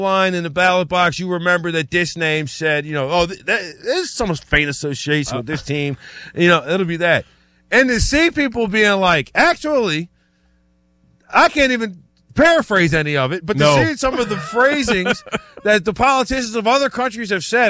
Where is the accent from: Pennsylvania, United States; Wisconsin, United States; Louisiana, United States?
Louisiana, United States; New Orleans; I'm from New Orleans, Louisiana, born and raised, where American football just matters way too much for the political landscape, right?